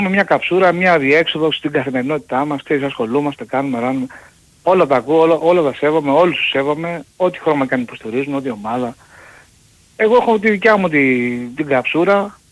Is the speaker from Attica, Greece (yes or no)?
yes; Paiania, Attica, Greece; είμαι από την Παιανία.